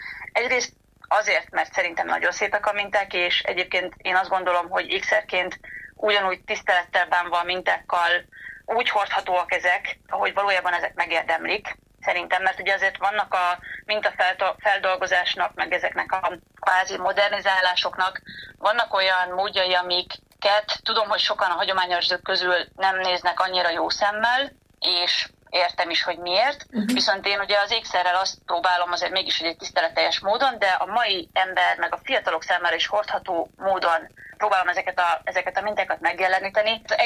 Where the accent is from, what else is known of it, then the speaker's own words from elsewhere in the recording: Borsod-Abaúj-Zemplén, Hungary; ugye én borsodi gyerek vagyok, és valamilyen szinten én azért lokálpatriótának tekintem magam